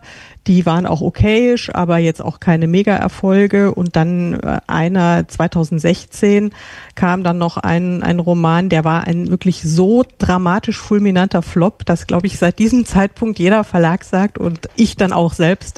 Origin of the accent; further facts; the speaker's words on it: Munich, Bavaria, Germany; now in Frankfurt, Germany; Ich komme ursprünglich aus München, lebe aber jetzt seit über 20 Jahren in Frankfurt.